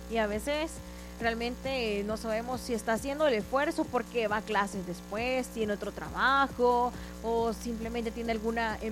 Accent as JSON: {"language": "Spanish", "country": "El Salvador", "said": "yo sé que a muchos de nosotros como salvadoreños y tanto afuera de las fronteras nos ha tocado en algún punto hacer sacrificios"}